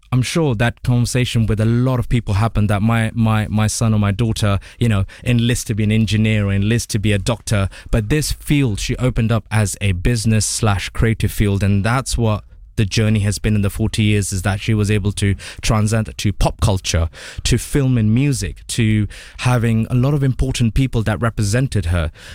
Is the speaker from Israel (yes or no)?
no; United Kingdom; the generation before us has helped shape who we are as British South Asian or British Asian.